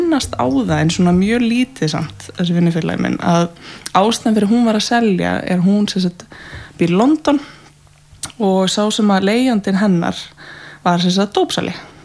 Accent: Reykjavík, Capital Region, Iceland; born or raised there

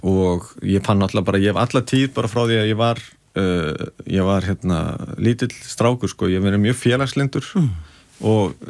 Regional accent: Garðabær, Capital Region, Iceland; also born or lived in Reykjavík; Jú, ég alinn upp í Garðabæ, hérna flutti 2 ára gamall úr Breiðholtinu.

